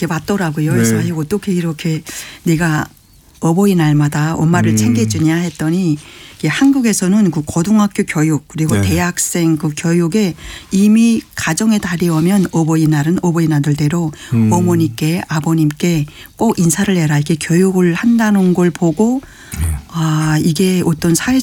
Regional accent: Sunchon, South Pyongan, North Korea; moved away as an adult; now in South Korea; 순천 지역 경제의 발전에 관한 연구 제 고향입니다.

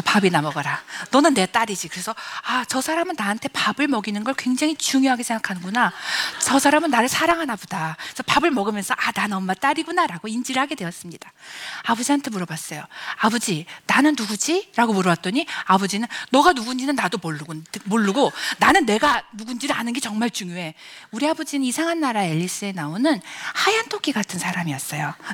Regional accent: Gongju, South Chungcheong, South Korea; born there; 저는 충남 공주에 있는 어떤 연탄집 새빵에서 태어났습니다.

